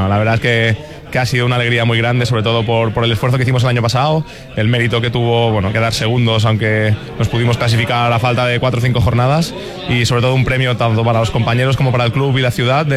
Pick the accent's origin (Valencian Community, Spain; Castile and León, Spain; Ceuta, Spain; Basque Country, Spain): Valencian Community, Spain; Valencia; now in Manacor, Spain; Yo, que soy de Valencia, pues de la terreta.